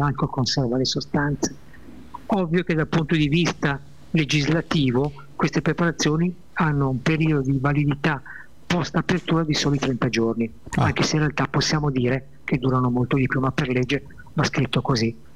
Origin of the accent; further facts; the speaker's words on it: Milan, Lombardy, Italy; io sono nato a Milano